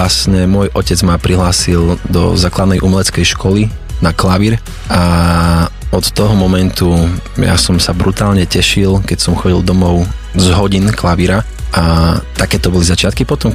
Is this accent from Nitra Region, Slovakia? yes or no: no; Bardejov, Prešov Region, Slovakia; pochádzam z Bardejova.